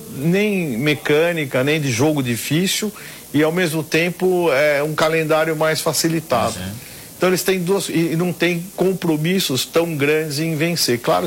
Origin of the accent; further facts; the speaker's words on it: Brazil